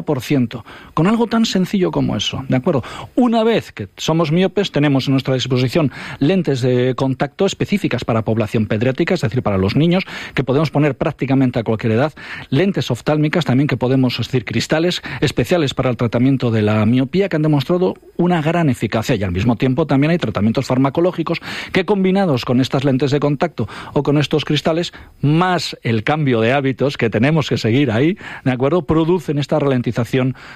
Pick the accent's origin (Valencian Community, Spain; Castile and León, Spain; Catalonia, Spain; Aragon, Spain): Castile and León, Spain; Ponferrada; vengo del Bierzo, Ponferrada, 63.000 habitantes, el Bierzo 114.000, de acuerdo, tasa de paro del 10% y subiendo